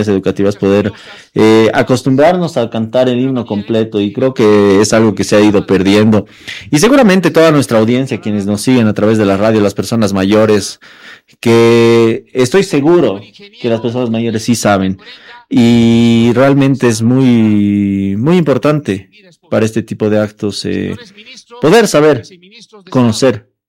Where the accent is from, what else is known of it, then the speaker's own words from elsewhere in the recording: Bolivia; esto es lo que tenemos que celebrar, la independencia que tenemos como bolivianos.